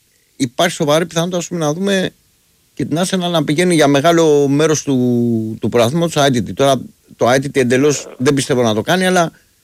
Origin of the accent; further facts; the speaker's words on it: Greece; εμείς είμαστε Έλληνες